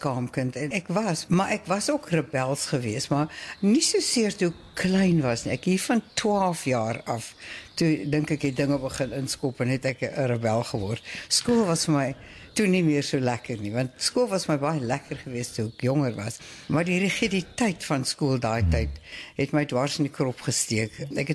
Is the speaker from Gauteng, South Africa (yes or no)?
yes; Pretoria, Gauteng, South Africa; ek is in Pretoria gebore en skool gegaan, later op meisies hoor, afies en toe tikkies universiteit.